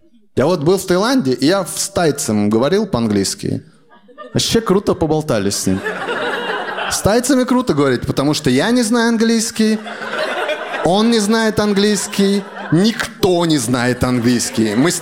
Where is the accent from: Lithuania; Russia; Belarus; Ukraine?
Russia; born there; I was born in Russia.